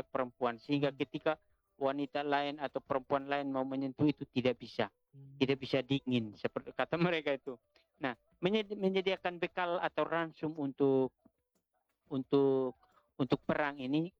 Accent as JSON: {"language": "Indonesian", "region": "East Nusa Tenggara", "country": "Indonesia", "said": "Ya, ada satu istilah kami orang Atoni itu bahwa obat musuhnya itu dia anti perempuan."}